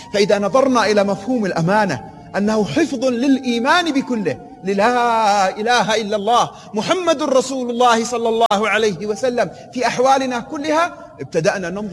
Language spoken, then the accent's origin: Arabic; Hadramawt, Yemen; امرأة من المزارعات لا تقرأ ولا تكتب عندنا في حضرموت